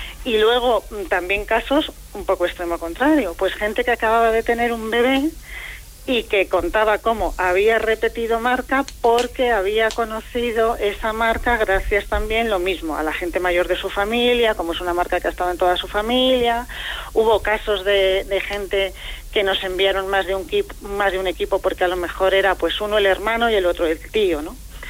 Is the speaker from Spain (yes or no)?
yes; Madrid, Community of Madrid, Spain; accent: castizo; igual me notas el acento un poco castizo porque soy de Madrid o de Madrid Chamberí.